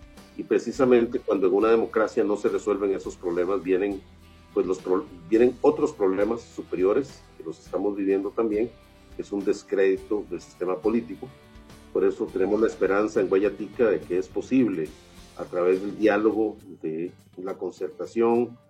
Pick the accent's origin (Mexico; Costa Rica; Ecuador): Costa Rica; Tenemos que estar de alguna manera contentos como costarricenses